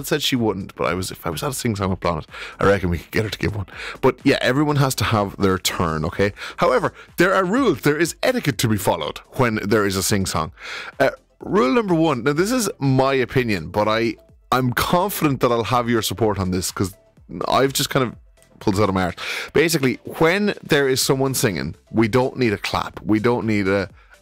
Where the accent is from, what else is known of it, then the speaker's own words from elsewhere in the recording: Ireland; As Irish people, we absolutely love them.